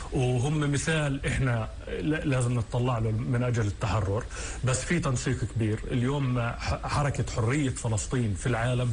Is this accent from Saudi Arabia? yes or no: no; Palestine; احنا من فلسطين